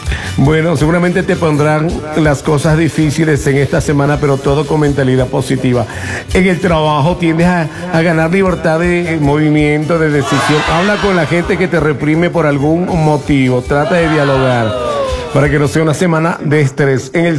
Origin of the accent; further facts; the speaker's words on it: Ecuador; Uno como ecuatoriano